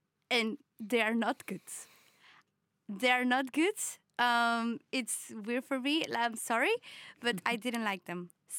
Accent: Mexico; English is a second language; moved away as an adult; now in Norway; when I came to Norway, I was really impressed when I said that I was from Mexico, and a lot of Norwegians told me, oh, that's so nice, you have to taste the Norwegian tacos.

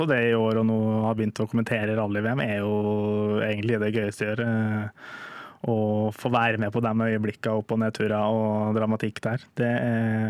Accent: Molde, Møre og Romsdal, Norway; jeg vet ikke om det er fordi jeg er fra Molde, eller hva det er, men for der er det null bilsport

